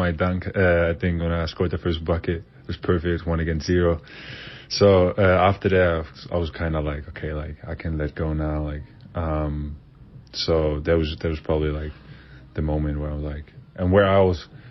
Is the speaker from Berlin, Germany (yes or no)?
yes; Berlin, Germany; also born or lived in Chile; I was born in Germany, and then when I was six, we moved to Chile. That's where I started playing basketball. So then we moved back to Germany, to Berlin.